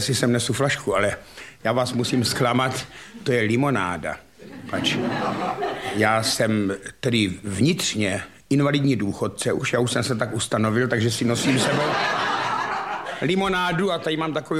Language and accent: Czech; Moravia, Czechia; My jsme byli celá rodina, já jsem z Moravy a celá rodina jsme byli tlustí. Ale to byl zelinářský kraj